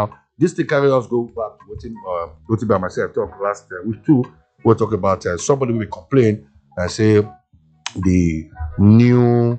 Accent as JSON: {"language": "English", "region": "Lagos", "country": "Nigeria", "tie": "born there", "also_born_or_lived": "Edo State", "said": "I get Yoruba orientation, even if I'm from Edo State, now Lagos they born me, and Yoruba would speak for our house."}